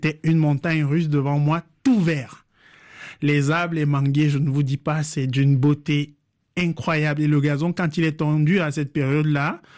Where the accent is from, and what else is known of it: Yaoundé, Centre, Cameroon; born or raised there; moved away